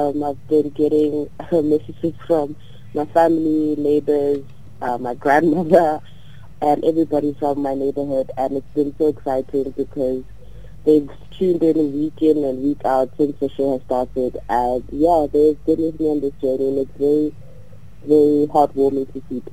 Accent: Pretoria, Gauteng, South Africa; moved away as an adult; now in Johannesburg, South Africa; I'm 31 years old. I'm from Pretoria, but I currently reside in Johannesburg.

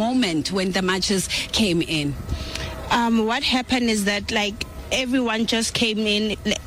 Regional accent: South Africa; What's with our security as South African citizens?

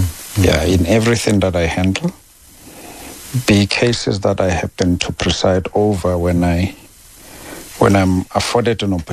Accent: Free State, South Africa; also born or lived in Thaba Nchu / Bothaville / Senekal; I was born in the Free State, in a place called Tabanchu at Moroka Hospital. And from there we moved to Botterville, which is a farming on the farms of Botterville in the Free State. From there we moved to Senegal.

